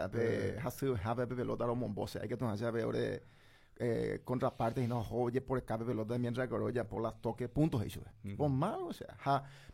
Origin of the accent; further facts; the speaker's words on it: Coronel Oviedo, Caaguazú, Paraguay; yo nací aquí en Coronel Oviedo, Antonio. Crecí como niño en ese ambiente de vecindad.